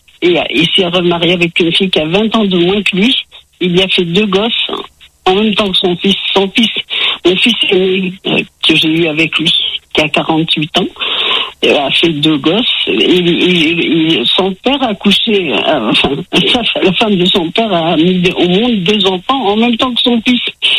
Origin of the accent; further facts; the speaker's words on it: Italy; que je reprenne mon nom de jeune fille, parce que je suis italienne